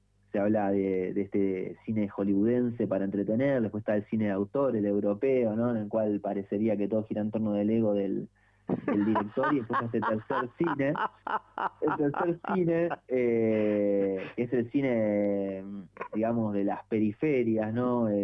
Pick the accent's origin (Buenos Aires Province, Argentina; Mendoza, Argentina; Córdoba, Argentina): Buenos Aires Province, Argentina; Villa Sarmiento; also born or lived in Ciudadela; Yo soy de Villa Sarmiento, esos partidos de Morón